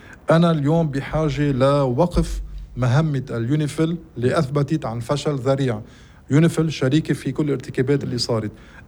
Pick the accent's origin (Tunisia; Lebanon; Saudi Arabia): Lebanon; أنا كلبناني